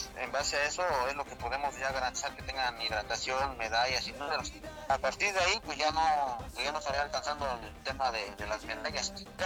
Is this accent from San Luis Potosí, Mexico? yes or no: no; Tlaxiaco, Oaxaca, Mexico; born there; nacimos o crecimos en Tlaxiaco